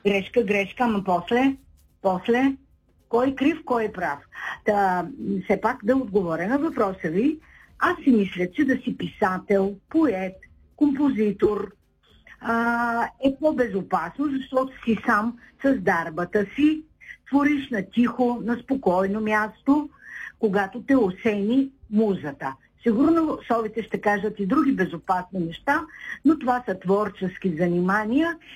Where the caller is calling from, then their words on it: Shumen, Shumen Province, Bulgaria; Здравейте, господин Герковски … от Шумен.